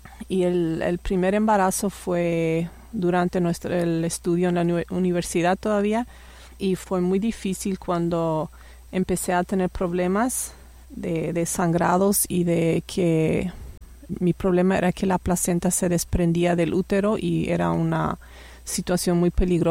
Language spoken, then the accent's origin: Spanish; Paraguay; moved away as an adult; now in Canada; Y hace casi 4 años que vivimos por Canadá, y originalmente soy de Paraguay también.